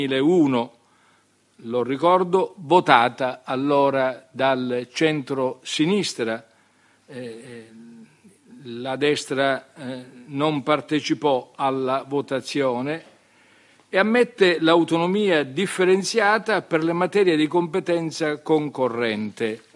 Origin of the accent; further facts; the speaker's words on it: Sicily, Italy; lo dico da siciliano